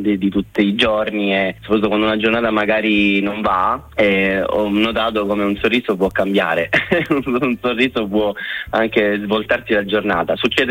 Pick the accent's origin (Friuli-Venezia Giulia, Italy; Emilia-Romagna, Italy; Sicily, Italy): Sicily, Italy; Messina; Io vengo da Messina, da un quartiere di nome Camaro San Paolo, e la parrocchia e in particolare l'esperienza dell'oratorio è sempre stato un faro all'interno di quel quartiere.